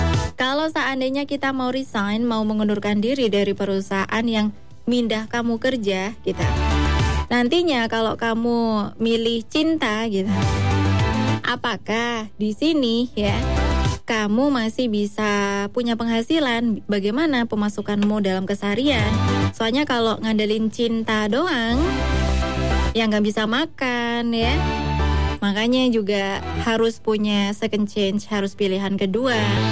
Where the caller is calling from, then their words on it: Pasuruan, East Java, Indonesia; Selamat malam Mbak Alvira, aku dari Pasuruan Kota nih.